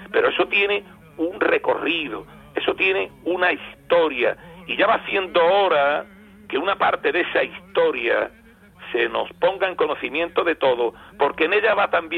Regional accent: Puerto Real, Andalusia, Spain

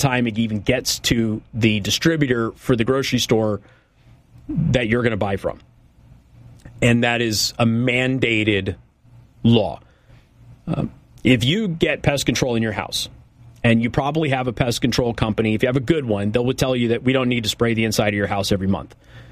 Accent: Wisconsin, United States; Oh, and by the way, I grew up in Wisconsin.

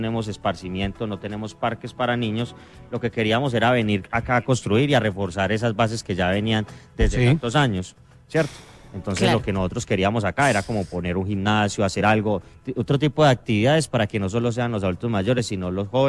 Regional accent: Pereira, Risaralda, Colombia

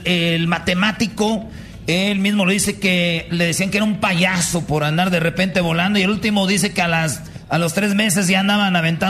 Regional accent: Michoacán, Mexico; yo soy de Michoacán

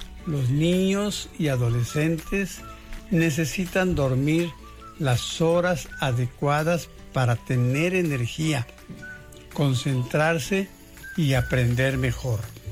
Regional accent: Guadalajara, Jalisco, Mexico; Guadalajara, mi ciudad natal, ya tenía 1,000,000 de habitantes.

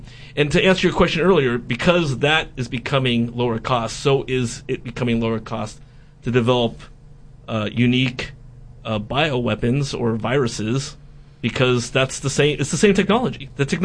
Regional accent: United States; I love being an American

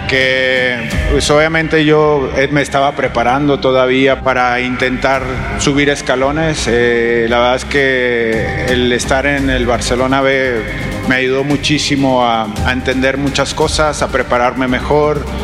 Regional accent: Mexico; Yo quería venir y quería representar a mi país. Soy orgullosamente mexicano y eso lo llevo en el corazón

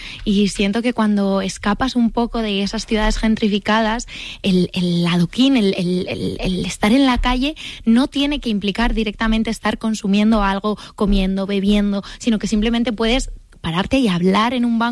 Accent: Madrid, Community of Madrid, Spain; Y que a mí me pasa como madrileña que tengo un duelo con los espacios públicos

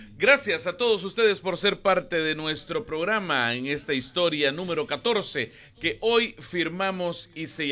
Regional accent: Honduras

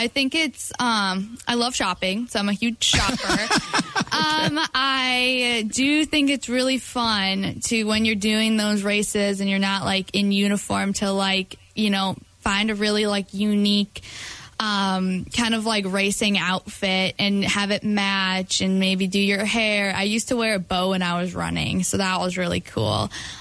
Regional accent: Eagle River, Wisconsin, United States; Yes, I was from Northland Pines, Eagle River. So a small community, but really supportive community.

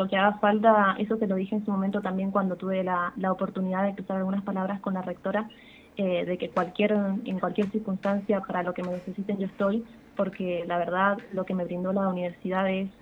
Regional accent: Los Álamos, Argentina; Soy de Los Álamos. Mis abuelos son productores de toda la vida. Así que sí, he crecido acá con ellos en una finca, en pleno campo.

